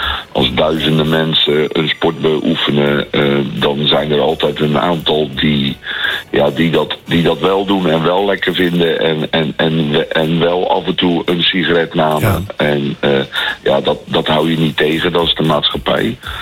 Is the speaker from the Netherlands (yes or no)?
yes; Schiedam, South Holland, Netherlands; ik ben geboren in Schiedam.